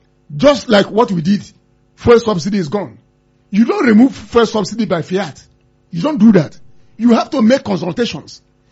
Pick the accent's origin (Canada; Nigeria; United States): Nigeria; I'm a Nigerian.